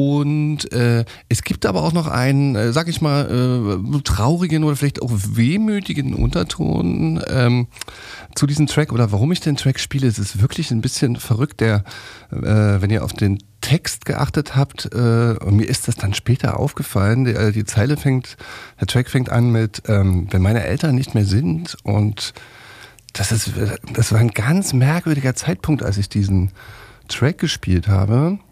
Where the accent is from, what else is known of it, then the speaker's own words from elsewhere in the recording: Frankfurt, Brandenburg, Germany; Ich komme gerade aus ja quasi meiner Heimatstadt, die Stadt, wo meine Mutter gelebt hat, Frankfurt-Oder.